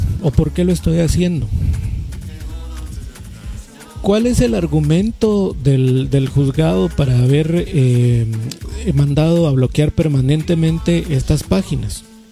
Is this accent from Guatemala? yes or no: yes; Guatemala; Digo nosotros hablando en general, como sociedad guatemalteca.